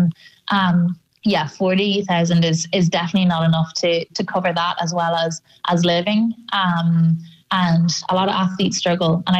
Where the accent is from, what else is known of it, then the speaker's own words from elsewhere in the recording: Ireland; I think that as Irish people, we're fighters, we're really hard workers, and we have a lot of talent.